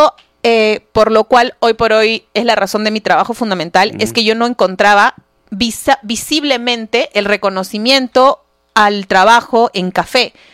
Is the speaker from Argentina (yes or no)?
yes; Rosario, Santa Fe, Argentina; Yo soy rosarina, estudié en el Colegio Nuestra Señora de Rosario